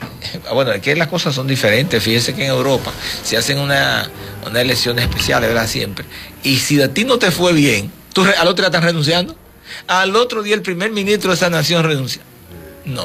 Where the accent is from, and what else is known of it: Dominican Republic